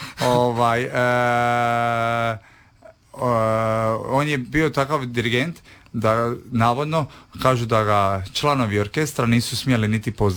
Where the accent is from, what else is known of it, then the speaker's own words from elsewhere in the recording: Split, Split-Dalmatia County, Croatia; ja sam evo iz Splita